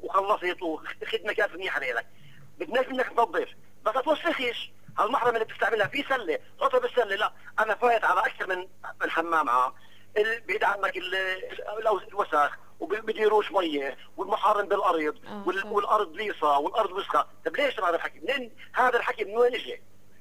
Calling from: Nablus, West Bank, Palestine; مدينة نابلس مدينة مدينتي

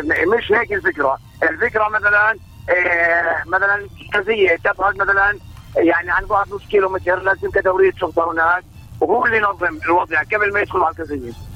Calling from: Tulkarm, West Bank, Palestine; من طول كرم.

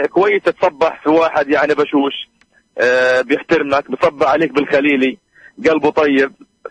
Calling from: Gaza, Gaza Strip, Palestine; بنمشي في الايام احنا تمشي صراحة في غزة

